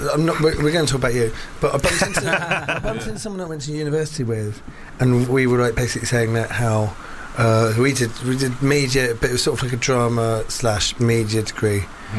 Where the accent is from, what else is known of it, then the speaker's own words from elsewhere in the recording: St Albans, East of England, United Kingdom; I grew up in St Albans.